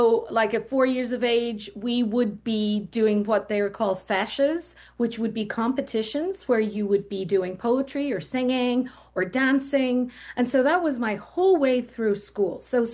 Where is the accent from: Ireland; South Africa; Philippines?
Ireland; Dublin, Leinster; You know, Ireland is just full of art and music and song. And so it really was a great place to be born if music was going to be your passion, because there was music.